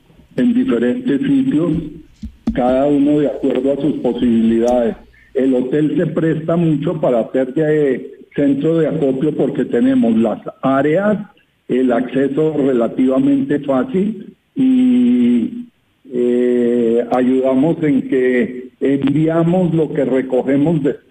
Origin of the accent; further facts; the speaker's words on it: Bogotá, Colombia; moved away as an adult; also born or lived in Venezuela; Yo no soy venezolano por nacimiento, nací en Bogotá, nací, crecí y me eduqué en Bogotá. Me fui a Venezuela por el secuestro de una hermana y en Venezuela me casé y me reproduje.